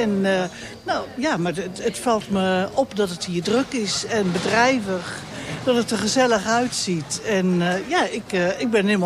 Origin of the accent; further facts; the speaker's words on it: Apeldoorn, Gelderland, Netherlands; Ik kom uit Apeldoorn, de Koot.